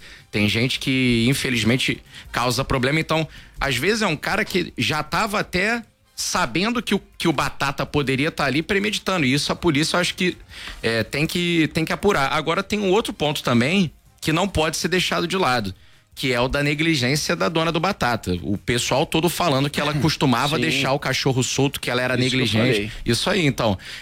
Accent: Rio de Janeiro, Brazil; a gente é carioca.

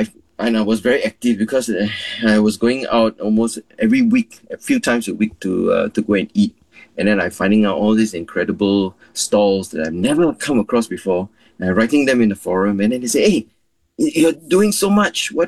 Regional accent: Singapore; Well, look, I'm Singaporean, right? So I grew up eating all these foods.

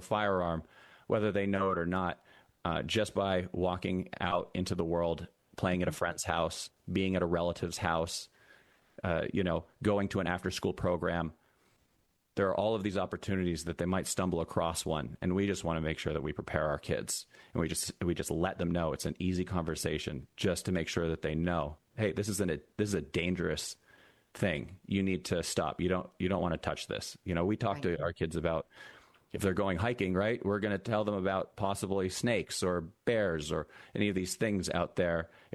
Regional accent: Massachusetts, United States; born or raised there

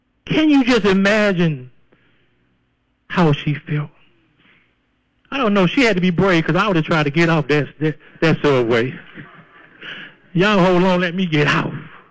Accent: United States; born there; I was born in America

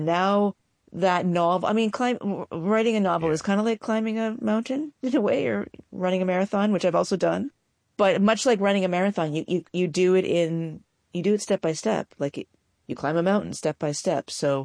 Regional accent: Canada; moved away; I'm Canadian. I'm sure my vowels have, you know, given me away or will.

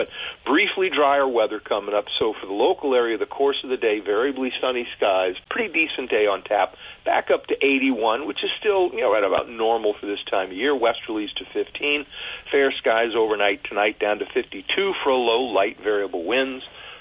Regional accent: Louisiana, United States; now in North Dakota, United States; growing up in the South back in the 70s

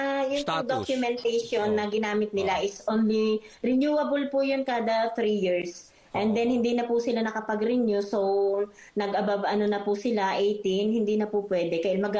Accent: Tanauan, Batangas, Calabarzon, Philippines; moved away as an adult; now in Italy; Sa Mabini, Batangas po yun. Kami po Talaga. Talaga, Tanawan

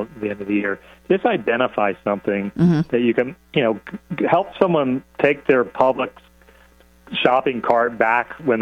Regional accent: Florida, United States; but, you know, I'm born and raised in Central Florida

